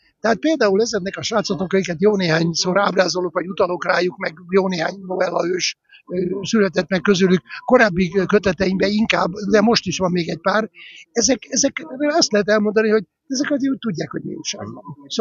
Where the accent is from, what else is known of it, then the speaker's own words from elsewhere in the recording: Szeged, Csongrád-Csanád, Hungary; moved away as an adult; Szegednek egy angyalföldre erősen emlékeztető külvárosában, Rókuson nőttem föl, sőt ott éltem 25 éves koromig, még egyetemista koromban is ott éltem